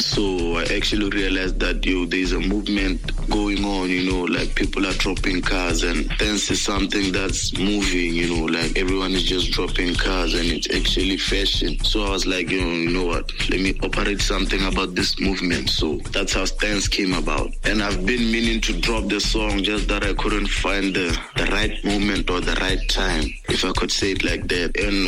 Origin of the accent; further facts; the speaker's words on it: Gaborone, South-East District, Botswana; also born or lived in Molepolole; is a boy from Malapole. Yeah, I was born in Malapole. Scottish Hospital, so yeah, but I grew up in Gaps. I did everything in Gaps.